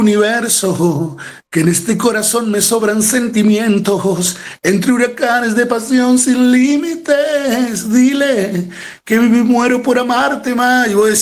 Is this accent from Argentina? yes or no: yes; Argentina; now in Córdoba, Argentina; cuando yo me voy de la Babulalle, de mi pueblo, para venir acá a Córdoba